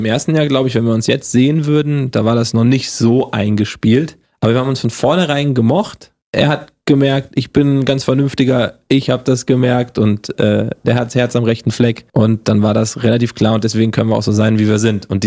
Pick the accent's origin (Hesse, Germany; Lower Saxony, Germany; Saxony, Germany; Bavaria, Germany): Hesse, Germany; accent: Hessian